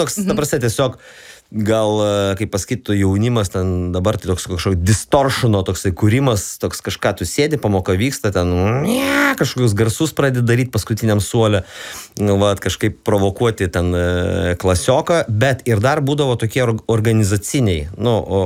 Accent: Vilnius, Vilnius County, Lithuania; o kadangi aš dar esu čia vietinis, aš iš Donelaičio gatvės esu, tai man apskritai Vingio parką

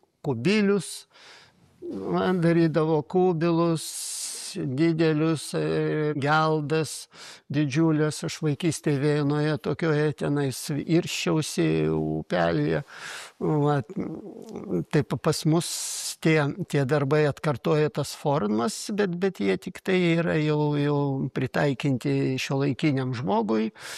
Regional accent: Vilnius, Vilnius County, Lithuania; moved away as an adult; now in near Trakai, Lithuania; Mes, taip sakant, grini miestiečiai, aš Vilniuje ir gimęs

